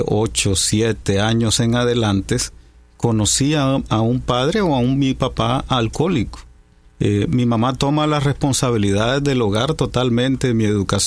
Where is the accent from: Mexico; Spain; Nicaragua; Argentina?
Nicaragua; Managua; born there; Nací en Managua, Nicaragua.